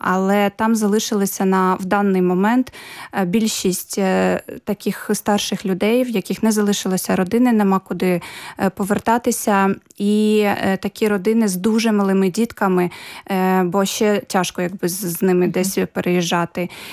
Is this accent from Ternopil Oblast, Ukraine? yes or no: no; Mykolaiv, Mykolaiv Oblast, Ukraine; moved away as an adult; перший раз я виїхала з Миколаєва, коли мені було вже за 20